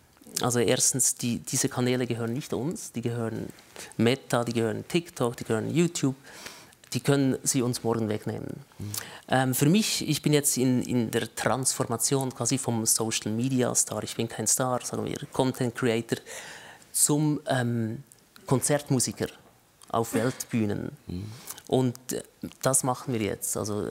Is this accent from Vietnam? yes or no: no; Switzerland; Da wurde ich über Nacht bekannt als